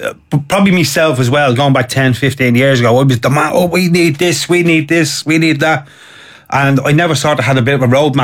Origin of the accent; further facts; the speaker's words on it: Dublin, Leinster, Ireland; Since I can remember I wasn't born and bred in Darndale, but I was a 1 year old when I moved in, and all through my lifetime and to today, there's been horses.